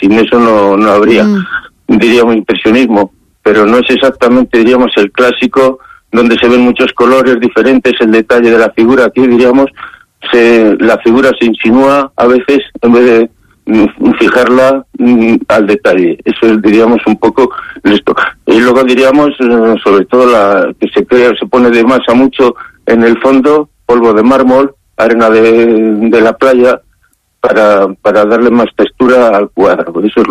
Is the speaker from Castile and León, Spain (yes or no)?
yes; Castile and León, Spain; Porque es mi pueblo, es lo que digo, es donde nací, y yo soy castellano, soy burgalés y soy de Sésamo, eso es lo que digo siempre, aunque haya estado muy lejos de Sésamo.